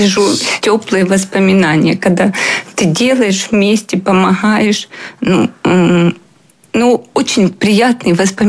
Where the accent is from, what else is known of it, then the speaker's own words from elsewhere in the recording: Mariupol, Donetsk Oblast, Ukraine; English is a second language; moved away as an adult; now in Ireland; I'm from Ukraine, city Mariupol. I come Ireland 3 years ago.